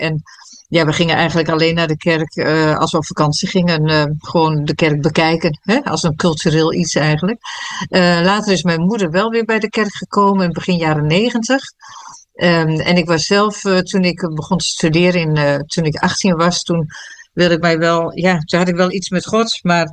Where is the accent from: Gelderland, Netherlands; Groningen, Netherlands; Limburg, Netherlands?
Groningen, Netherlands; Stitswerd; moved away as an adult; now in Glanerbrug, Netherlands; Nee, ik kom uit een Nederlands hervormd nest. Ik kom uit Groningen. Ik ben in een heel klein dorpje geboren, Stitswert. Niemand kent dat zo'n beetje. In het noorden van Groningen. In 1968 dus.